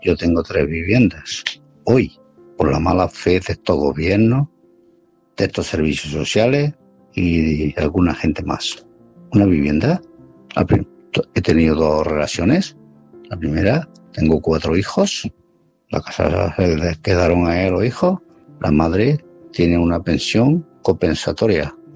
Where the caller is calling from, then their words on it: Málaga, Andalusia, Spain; de Málaga.